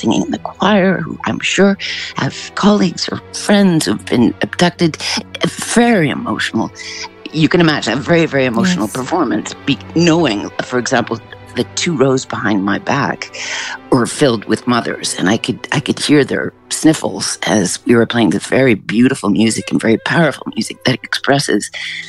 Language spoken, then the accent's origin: English; Canada; born or raised there